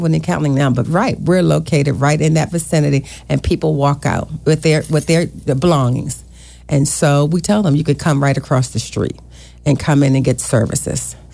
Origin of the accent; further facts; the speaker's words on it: Baltimore, Maryland, United States; I grew up in Baltimore City